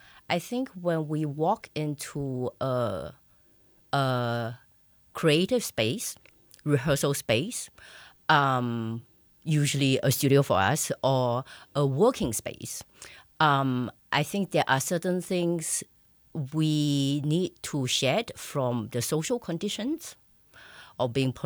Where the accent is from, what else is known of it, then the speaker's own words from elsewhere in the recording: Singapore; now in Graz, Austria; I'm originally from Singapore, and but right now, I always like to say my kitchen is in Graz, meaning, you know, basically my home is in Graz.